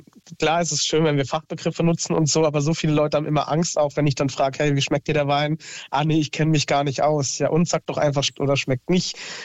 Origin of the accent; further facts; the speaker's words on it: Rhineland-Palatinate, Germany; also ich komme ja hier aus der Pfalz, ob ich sage, ich verlasse die Pfalz